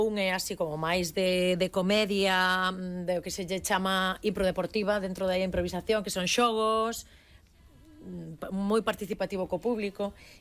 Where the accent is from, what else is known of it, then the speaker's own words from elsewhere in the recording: Xeve, Galicia, Spain; Eu son de Xevé.